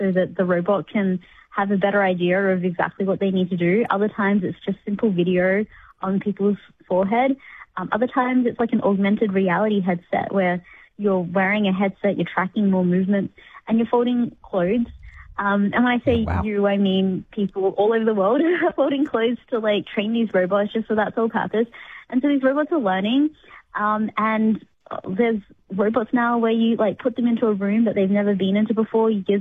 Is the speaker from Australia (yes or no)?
yes; Cairns, Queensland, Australia; moved away as an adult; now in San Francisco, United States; when I was growing up in Cairns, far north Queensland